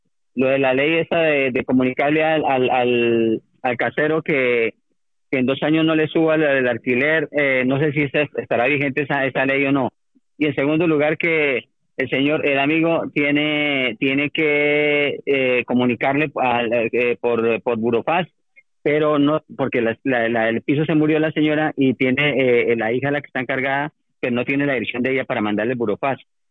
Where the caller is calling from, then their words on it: Móstoles, Community of Madrid, Spain; estoy de Móstoles.